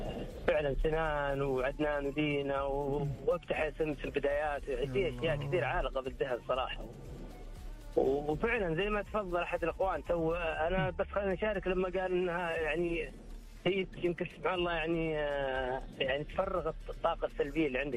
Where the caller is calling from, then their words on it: Riyadh, Riyadh Province, Saudi Arabia; من الرياض طال عمرك